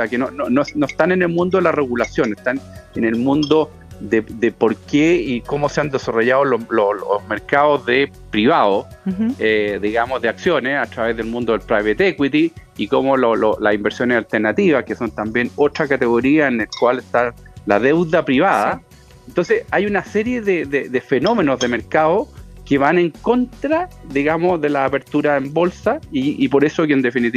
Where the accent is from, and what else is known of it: Chile